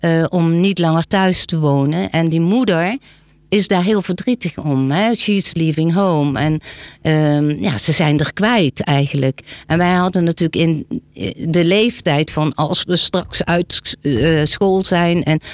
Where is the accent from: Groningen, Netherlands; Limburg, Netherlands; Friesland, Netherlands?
Limburg, Netherlands; Weert; moved away as an adult; now in Bunschoten-Spakenburg, Netherlands; Ik kwam uit Weert, redelijke stad.